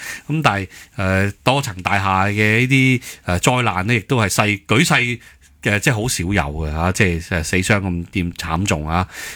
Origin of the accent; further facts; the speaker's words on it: China; 我哋中国人讲道家思想咧，就要有呢